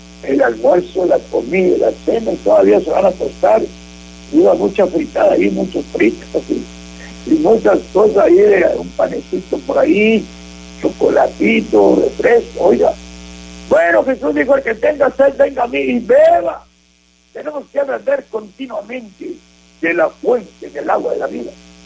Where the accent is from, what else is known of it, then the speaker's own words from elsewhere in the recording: Río Bravo, Coahuila, Mexico; moved away; yo soy del río Bravo Coahuila, mi pueblo natal. Y hay un lugar que se llama El Álamo, hay más abajo El Corito.